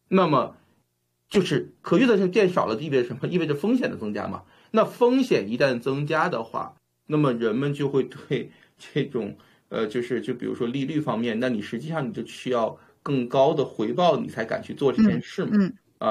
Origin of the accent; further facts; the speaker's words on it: Canada; 我们加拿大不像美国，我们相对来说经济是更弱一点的啊。